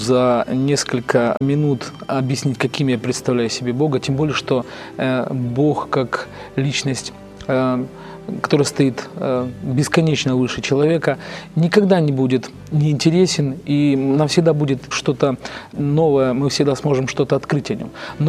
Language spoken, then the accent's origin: Russian; Dnipro, Dnipropetrovsk Oblast, Ukraine; И когда я говорю, что вот по национальности я татарин, все очень четко определяют: ты мусульманин. Но когда спрашивали, откуда я приехал, я говорил: из Днепропетровска, с Украины.